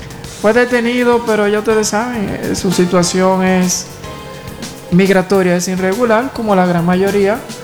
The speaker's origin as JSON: {"language": "Spanish", "country": "Dominican Republic", "said": "nosotros como dominicanos"}